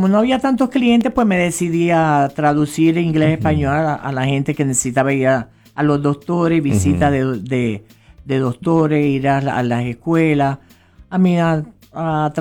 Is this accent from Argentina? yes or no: no; Puerto Rico; moved away as an adult; also born or lived in Stuttgart, Germany; now in Nebraska, United States; nací en Massachusetts, en Alemania, Stuttgart, pero me crié en Puerto Rico y por eso yo soy boricua. Siempre digo que soy puertorriqueña.